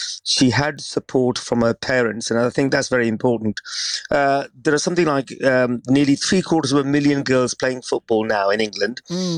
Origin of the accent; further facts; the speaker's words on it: India; I come from India originally, where I used to play football